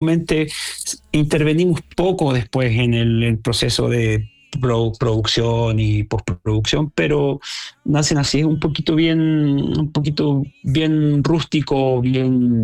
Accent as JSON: {"language": "Spanish", "country": "Chile", "said": "primero que todo, para nosotros como chilenos, nos sentimos bien orgullosos"}